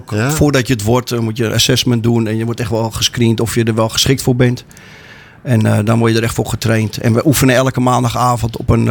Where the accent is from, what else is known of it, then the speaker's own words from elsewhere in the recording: Amsterdam, North Holland, Netherlands; Ik kwam uit Amsterdam, ik ging verhuizen daar naartoe.